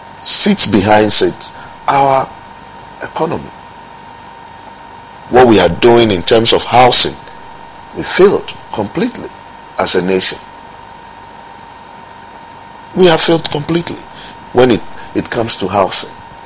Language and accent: English; Accra, Greater Accra, Ghana; I grew up in Accra. I grew up in Gamashi.